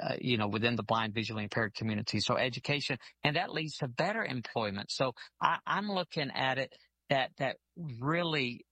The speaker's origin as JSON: {"language": "English", "region": "Alabama", "country": "United States", "said": "I am from Alabama"}